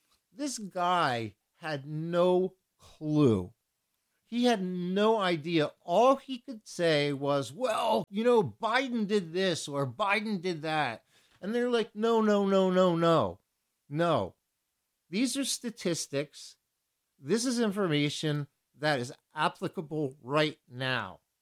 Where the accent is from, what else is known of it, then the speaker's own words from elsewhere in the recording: Philadelphia, Pennsylvania, United States; I'm from the Philadelphia area, and my whole family is actually from Philadelphia.